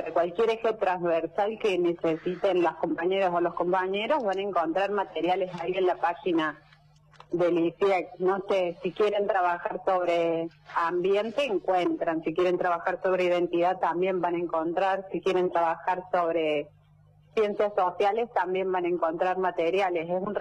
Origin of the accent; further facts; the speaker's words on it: Argentina; somos argentinos y estamos orgullosos de...